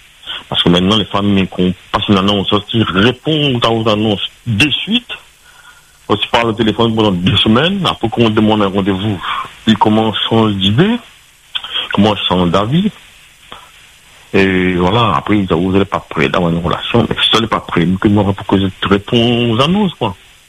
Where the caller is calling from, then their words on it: Saint-Denis, Réunion; de Saint-Denis.